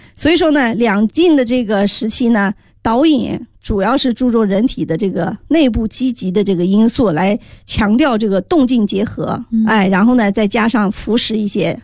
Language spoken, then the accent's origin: Chinese; China; 我们中国人